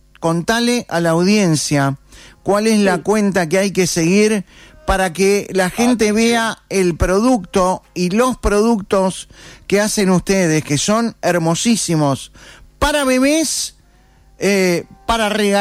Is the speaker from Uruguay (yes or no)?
yes; Tacuarembó, Uruguay; Yo soy de Tacuarembó.